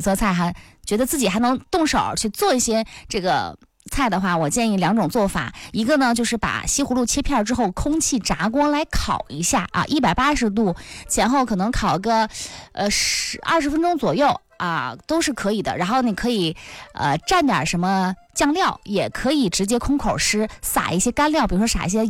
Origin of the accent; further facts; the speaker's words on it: Northeast China, China; 春笋其实对于我们东北人来说呢，吃的可能没有那么的多